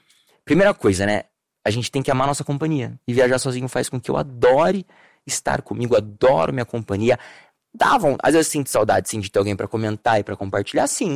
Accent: Brazil; alguém pergunta aquela coisa, where are you from, né? De onde você é? Aí Brasil, Brasil!

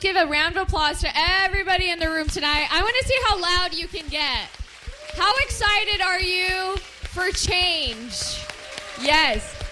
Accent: Bakersfield, California, United States; I'm a daughter of this district. I was born and raised in District 16 in South Bakersfield to two immigrants who found a safe haven here in Bakersfield in Kern County.

